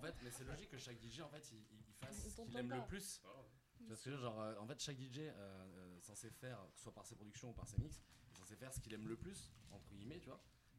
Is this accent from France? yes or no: yes; Perpignan, Occitanie, France; moved away as an adult; now in Toulouse, France; je suis de Perpignan à l'origine, je suis à Toulouse il y a à peu près 10 ans.